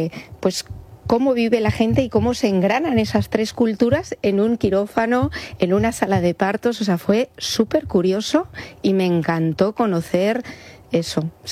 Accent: Madrid, Community of Madrid, Spain; born there; Y por eso nací en Madrid, ¿no? Y mis padres vivían en Alicante.

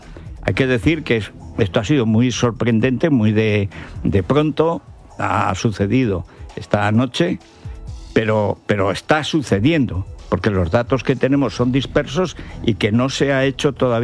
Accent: Castilla-La Mancha, Spain; en Molina de Aragón, toda esa parte que llega hasta Orea, que está pegada a mi pueblo

